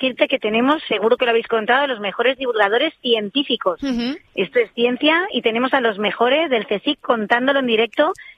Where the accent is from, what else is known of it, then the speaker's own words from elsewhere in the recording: Spain; aquí somos todos de última hora, que sí, somos españoles